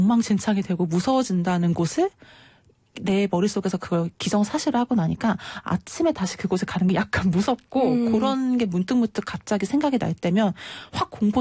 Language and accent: Korean; South Korea; 한국인으로서 저승사자는 좀 다른 면이 있어요.